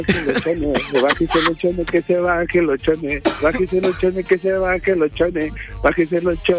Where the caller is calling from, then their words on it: Tonalá, Jalisco, Mexico; Altamira, Tonalá